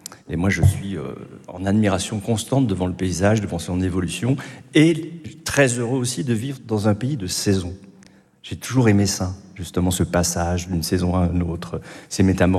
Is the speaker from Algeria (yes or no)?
no; Grand Est, France; moi j'habite en Lorraine, comme on le sait, je vis en Lorraine, je suis né en Lorraine, depuis que je suis petit, je suis tout le temps dans la nature, dans la campagne, dans la forêt